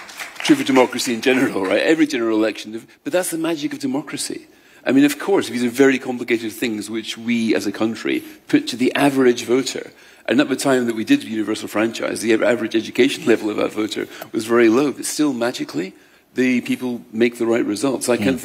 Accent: Scotland, United Kingdom; as a Scot

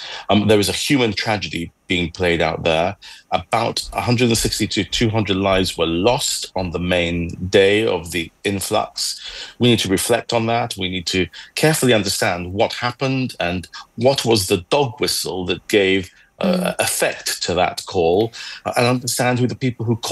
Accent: Gibraltar

